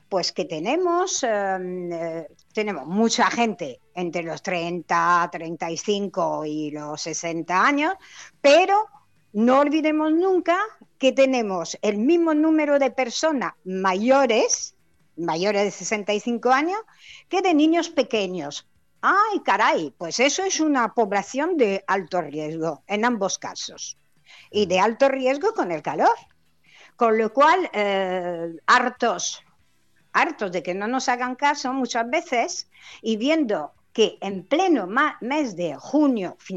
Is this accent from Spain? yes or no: yes; Palma, Balearic Islands, Spain; Somos de Songoleu, somos de Pere Grau.